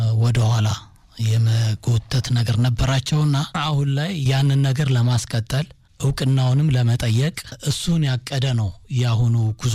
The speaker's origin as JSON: {"language": "Amharic", "town": "Kechene", "region": "Addis Ababa", "country": "Ethiopia", "tie": "born or raised there", "said": "ቀጨኔ ከሚኖረው እኔ አሁን ቀጨኔ ነው ተወልጄ ያደኩት።"}